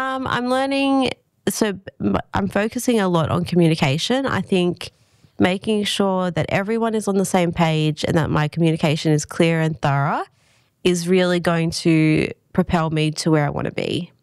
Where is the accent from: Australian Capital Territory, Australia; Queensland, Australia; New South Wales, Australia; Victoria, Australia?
New South Wales, Australia; Sydney; now in Goulburn, Australia; It is a nicer world, I would say, because I came from Sydney originally. And people are always like, oh, you know, do you like Goulburn? I'm like, I love Goulburn. I would never leave.